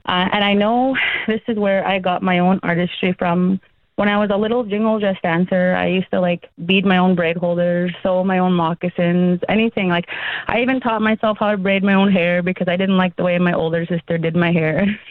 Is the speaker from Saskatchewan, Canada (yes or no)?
no; Frog Lake, Alberta, Canada; So how you say Frog Lake in Cree, how we say it out there, is Aiksegegan. I grew up in Frog Lake. My favorite memories of growing up there were the summers.